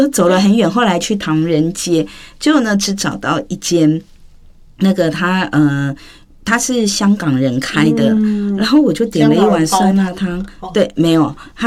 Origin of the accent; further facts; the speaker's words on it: Changhua County, Taiwan; 因为我是彰化人嘛，